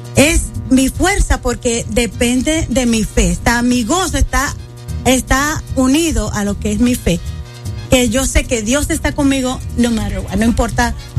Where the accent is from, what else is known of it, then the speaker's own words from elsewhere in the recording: La Romana, Dominican Republic; now in Miami, United States; yo nací en La Romana, pero soy de padres de diferentes regiones. Por ejemplo, mi mamá es de Higüey, de la parte este, pero mi papá nació en San Francisco de Macorís, de ahí.